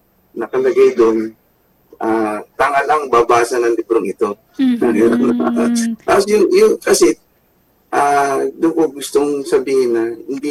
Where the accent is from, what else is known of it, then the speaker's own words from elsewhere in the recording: Manila, Metro Manila, Philippines; nataga-Tondo ako.